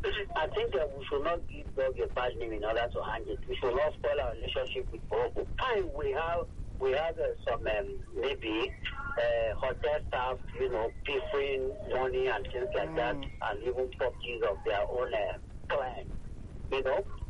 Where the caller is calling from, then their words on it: Abaranje, Ikotun, Lagos, Nigeria; I'm calling from Abaranje, Nikoso.